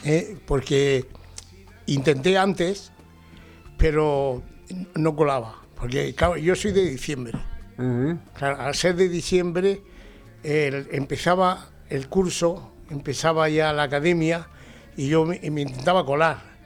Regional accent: Adra, Andalusia, Spain; also born or lived in Madrid; now in Barcelona, Spain; Yo soy de Adra, Almería.

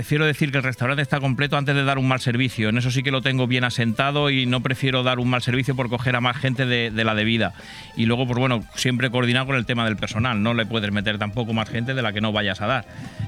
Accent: Huéscar, Andalusia, Spain; moved away; de mi tierra, de Huescar, de Granada

